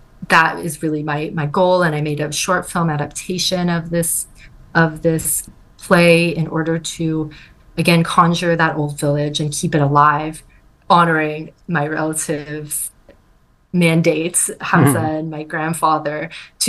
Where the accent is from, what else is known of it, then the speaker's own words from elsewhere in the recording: Los Angeles, California, United States; also born or lived in Cairo, Egypt; Yeah, so I grew up half in Los Angeles and half in Cairo, and I'm half white American and half Nubian Egyptian. So gratefully grew up in both places that I'm from.